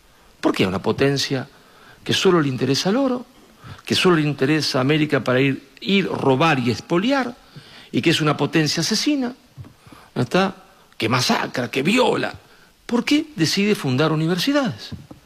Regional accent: Argentina; cada vez que uno me presentaba como argentino, al rato venía, bueno, qué mala suerte ustedes, estos españoles que le mataron a todas las personas

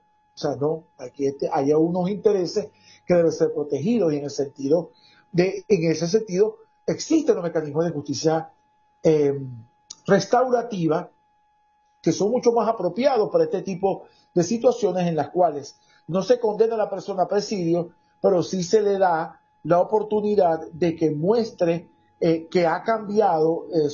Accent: Venezuela; nosotros como venezolanos

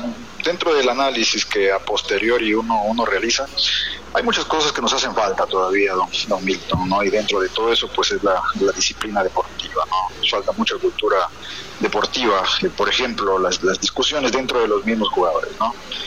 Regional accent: Quinindé, Esmeraldas, Ecuador; now in Sucumbíos, Ecuador; con un equipo de Quinindé, mi ciudad natal, compañeros que conozco de toda la vida

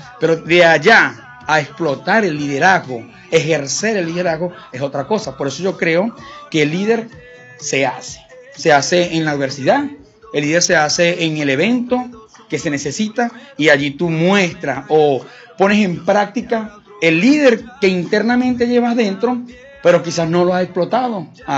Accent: Venezuela

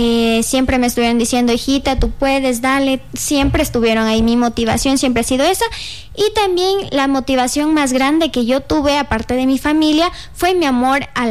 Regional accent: Machachi, Pichincha, Ecuador; yo no soy de aquí, de La Tacunga, yo soy de Machachi.

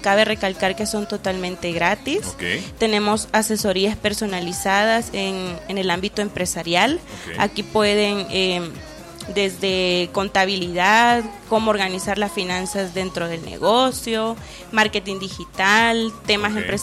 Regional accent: El Salvador; como buen salvadoreño podemos decirlo.

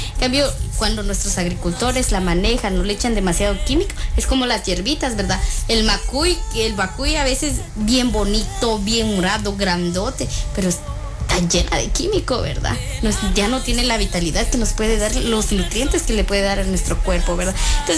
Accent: Guatemala; nosotros como guatemaltecos

